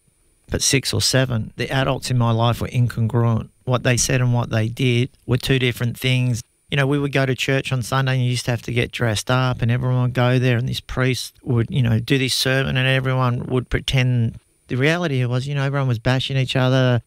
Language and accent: English; Seaford, Victoria, Australia; I grew up in Melbourne, in a place called Seaford, which was a really horrible place. A tough housing commission area